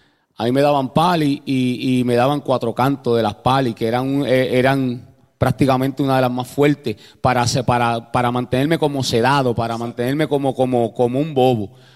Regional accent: Puerto Rico; moved away; llegué al barrio donde yo me crié en Puerto Rico

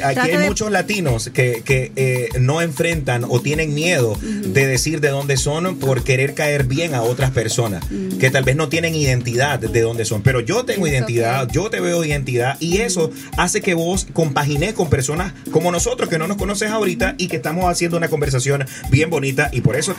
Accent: Nicaragua; now in United States; yo decía que yo era de Nicaragua

